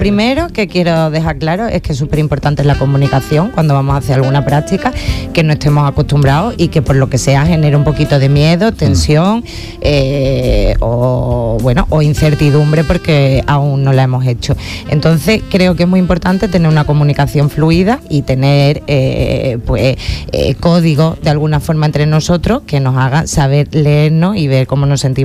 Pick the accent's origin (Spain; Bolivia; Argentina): Spain; Jerez de la Frontera, Andalusia; Oye, yo soy de Jerez.